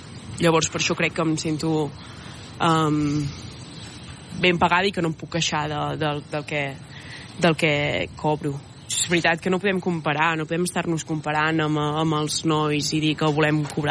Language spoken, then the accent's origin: Catalan; Catalonia, Spain; moved away as an adult; now in England; sóc catalana